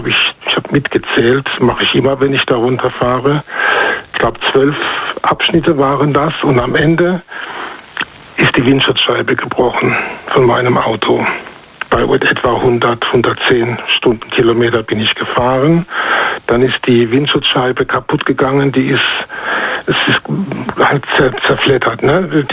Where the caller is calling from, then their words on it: North Rhine-Westphalia, Germany; aus dem Rhein-Sieg-Kreis.